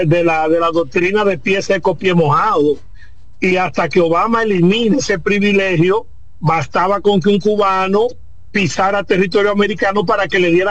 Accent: Dominican Republic; también hay dominicanos.

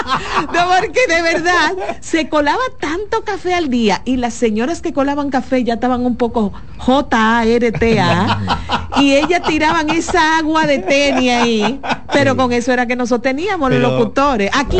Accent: San Francisco de Macorís, Duarte, Dominican Republic; born there; also born or lived in La Vega; Yo tengo el privilegio de haber nacido, yo nací en San Francisco de Macorís, aunque soy vegana, pero mi familia es de un campo de La Vega que está entre Moca y La Vega. Y mis abuelos tenían café y cacao.

